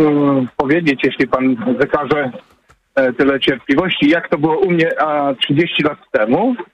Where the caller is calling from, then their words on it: Germany; mieszkam w Niemczech